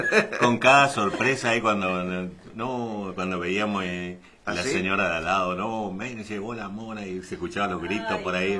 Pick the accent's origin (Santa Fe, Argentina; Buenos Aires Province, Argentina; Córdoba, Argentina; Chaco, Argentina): Chaco, Argentina; also born or lived in Presidencia Roque Sáenz Peña, Argentina